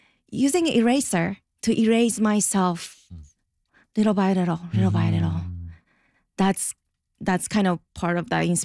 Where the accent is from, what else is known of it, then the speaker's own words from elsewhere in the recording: Japan; English is a second language; I'm from Japan and like there's a storytelling happening in the beginning, but that's real my story.